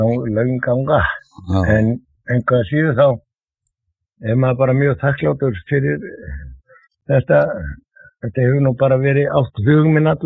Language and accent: Icelandic; Reykjavík, Capital Region, Iceland; Já, ég er fæddur og uppalinn í Klefsholtinu og ef einhver hefur verið Þróttari þá voru það við Klefsararni, sko.